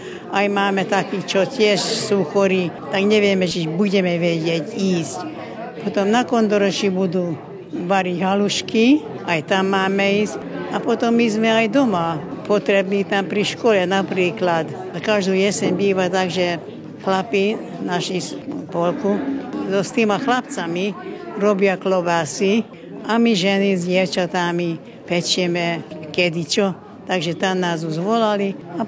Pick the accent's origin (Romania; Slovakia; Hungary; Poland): Hungary; Békés; accent: Čaba Slovak dialect; Tak je to tak, že celkom blízo aj ten jazyk je taký ako náš, tu čabianský.